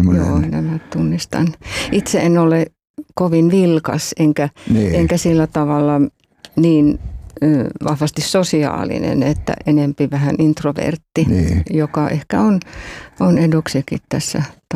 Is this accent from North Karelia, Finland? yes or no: yes; Joensuu, North Karelia, Finland; born there; also born or lived in Eno; Pohjois-Karjalassa isän suku Outokummusta, äidin Liperistä. Mä itse synnyin Enossa. No niin. Isäni toimi luotsina siellä Ahvenisella. Joo. Ja mä olin vajaa 6-vuotias, kun muutettiin sitten Joensuuhun.